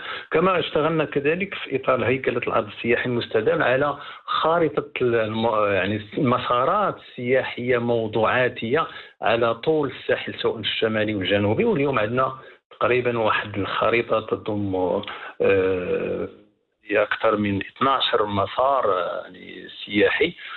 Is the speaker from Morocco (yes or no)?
yes; Safi, Marrakesh-Safi, Morocco; عندنا هنايا في المنطقة ديال أسفي